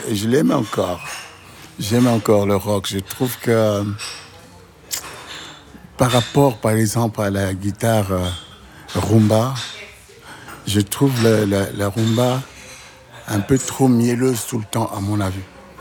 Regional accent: Paris, Île-de-France, France; Aujourd'hui, moi, je suis parisien. J'ai des amis marseillais.

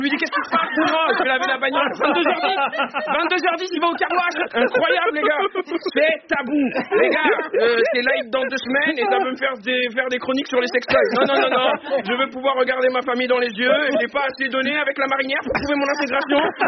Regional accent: Algeria; Moi je suis algérien, vous êtes tunisienne.

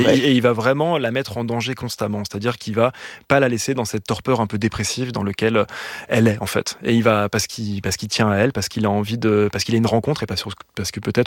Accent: Lyon, Auvergne-Rhône-Alpes, France; Moi, j'ai grandi à Lyon

